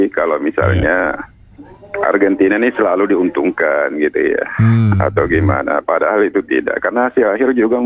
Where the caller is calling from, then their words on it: South Sulawesi, Indonesia; kalau menurut kami orang Bugis